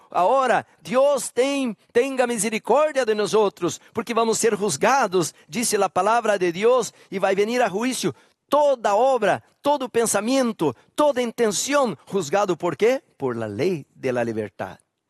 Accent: Brazil; now in Bolivia; aquí estoy en Bolivia, yo no soy boliviano, pero soy brasileño.

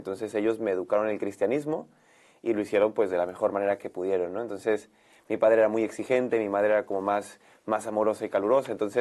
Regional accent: Mexico; moved away; yo nací en México en el año 1995, así que ahora tengo, 23, 24 años.

